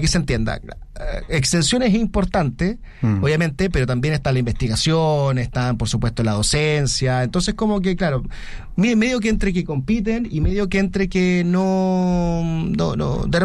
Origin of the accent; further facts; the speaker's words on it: Temuco, Araucanía, Chile; moved away; yo soy de Temuco